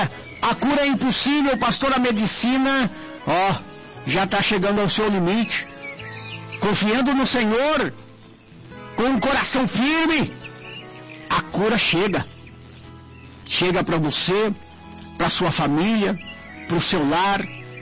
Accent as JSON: {"language": "Portuguese", "region": "Mato Grosso do Sul", "country": "Brazil", "said": "Minha terra"}